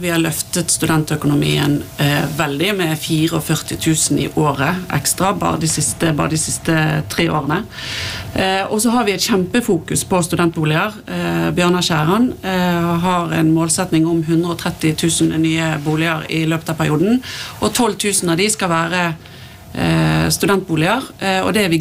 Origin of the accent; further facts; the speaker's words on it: Bergen, Vestland, Norway; Så jeg er definitivt fra Bergen